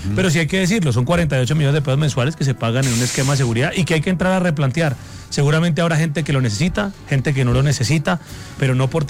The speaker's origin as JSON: {"language": "Spanish", "region": "Santander", "country": "Colombia", "said": "yo soy santandereano"}